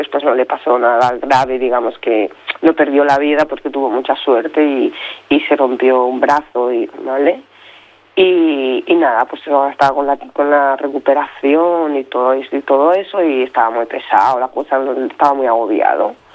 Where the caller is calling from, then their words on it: Barcelona, Catalonia, Spain; Yo vivo en Barcelona